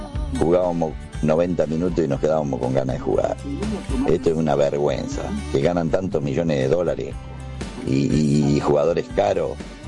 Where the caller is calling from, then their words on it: 25 de Mayo, Argentina; Yo los escucho siempre de acá, de la ciudad de 25 de mayo